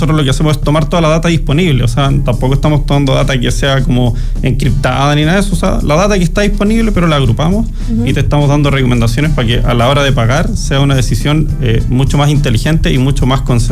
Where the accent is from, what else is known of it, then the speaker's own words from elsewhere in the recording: Chile; nosotros, al igual que todos los chilenos